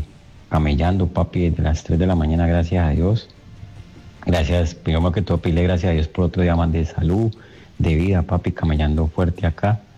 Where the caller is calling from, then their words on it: London, United Kingdom; Un saludito desde acá, desde Londres, papá, camellando desde las 3 de la mañana